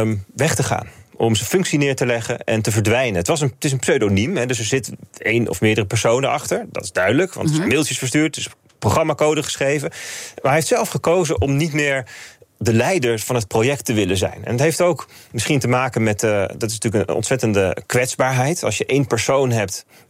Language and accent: Dutch; Netherlands; voor ons als Nederlanders